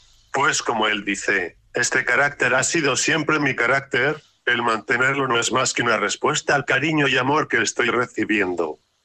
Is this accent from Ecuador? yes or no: no; Castile and León, Spain; Estábamos de vacaciones en mi pueblo de Salamanca.